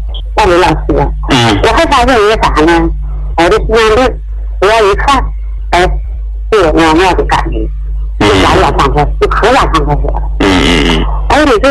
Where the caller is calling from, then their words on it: Shenyang, Liaoning, China; 我是沈阳的，高粉。